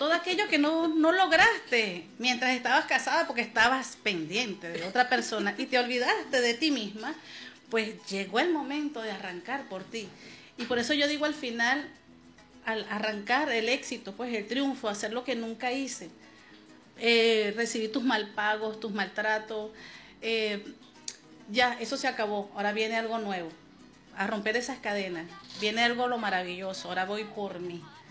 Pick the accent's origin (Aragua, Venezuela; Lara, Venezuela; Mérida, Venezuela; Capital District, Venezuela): Capital District, Venezuela; Caracas; now in Píritu, Venezuela; ya no soy caraqueña, ya soy piriteña, claro, más de 30 años acá